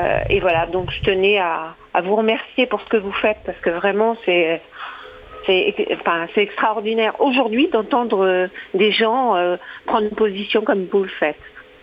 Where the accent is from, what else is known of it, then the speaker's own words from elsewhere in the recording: France; born there; Je suis née en France, de parents maghrébins qui ont donné leur vie pour la France